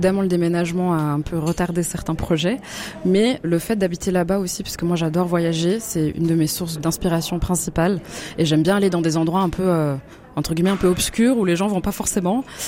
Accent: Switzerland; je suis pas originaire de Suisse, je suis belge et congolaise de sang, mais j'ai grandi en Suisse toute ma vie.

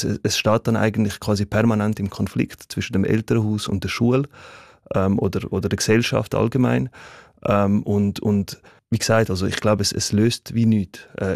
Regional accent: Switzerland; Ich bin selber in der Schweiz sozialisiert, aufgewachsen eben als quasi Person mit muslimischem Hintergrund.

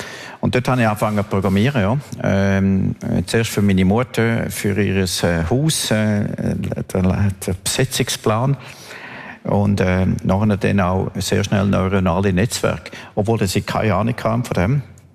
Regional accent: Grisons, Switzerland; bin ich ins Bündnerland und habe ihnen gezeigt, zum Anlass vom 40. Todestag von meinem Vater, wo ich aufgewachsen bin.

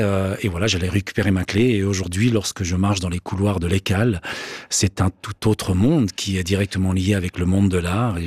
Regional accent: Fribourg, Switzerland; born there; Je suis né à Fribourg.

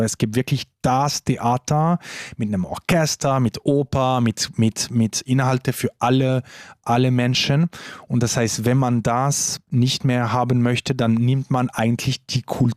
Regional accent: Romandy, Switzerland; first language French; German is a second language; als Schweizer und vielleicht noch sogar als Westschweizer, also französischsprachige Schweizer, ist man nicht in diesem Westen-Osten-Dilemma

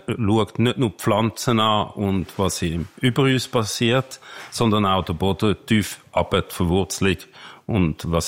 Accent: Herliberg, Zurich, Switzerland; also born or lived in Basel; Ich bin ein Zürcher Bürger, mit einem Viertel Berner Blut und in Basel geboren. Also eine richtige Deutsch-Schweizer Mischung. Und aufgewachsen in Herliberg, tatsächlich an der Goldküste, ab ganz oben. In Wetzwil in die Schule.

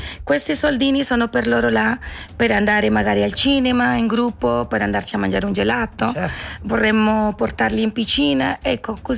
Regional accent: Barrancabermeja, Santander, Colombia; Italian is a second language; Io sono di Barranca Bermeja, una città petrolifera proprio della Colombia. Sono nata e sotto c'era il petrolio, c'è ancora il petrolio, sì.

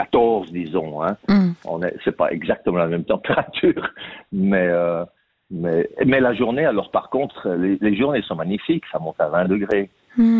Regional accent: Crissier, Vaud, Switzerland; moved away as an adult; now in Australia; Mais, ouais, j'ai grandi à Lausanne, à Crissier. Et puis, je suis venu ici en Australie après avoir fait un tour du monde. Et puis, qu'on a décidé avec ma femme de venir nous établir en Australie.

